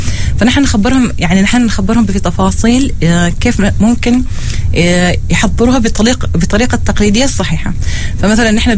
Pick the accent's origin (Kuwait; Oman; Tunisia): Oman; نحن عندنا في عمان